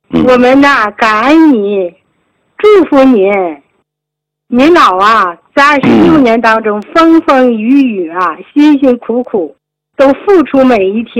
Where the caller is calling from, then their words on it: Suihua, Heilongjiang, China; 我是来自黑龙江绥化，